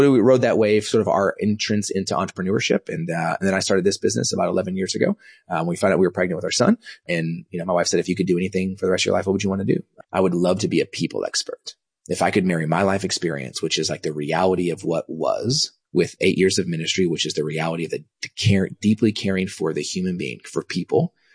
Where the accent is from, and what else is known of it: Dallas, Texas, United States; born or raised there; also born or lived in Kansas